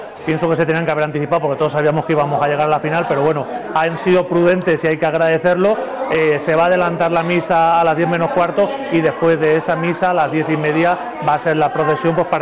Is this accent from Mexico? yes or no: no; Spain; tenemos que estar orgullosos de que somos españoles y que somos de un gran país